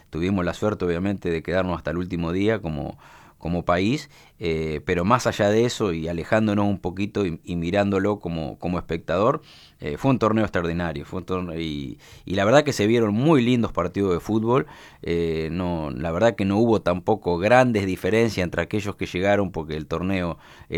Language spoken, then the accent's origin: Spanish; Argentina; somos argentinos.